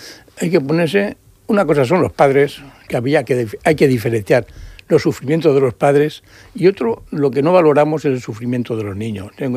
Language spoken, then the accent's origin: Spanish; Valencia, Valencian Community, Spain; born there; Yo tengo infraestructura en Valencia porque soy de Valencia. Bueno, nacido allí, pero...